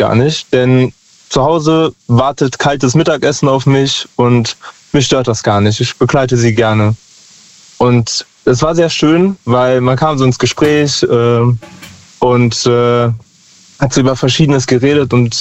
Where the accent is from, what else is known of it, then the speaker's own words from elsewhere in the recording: Lahnstein, Rhineland-Palatinate, Germany; Aus Lahnstein.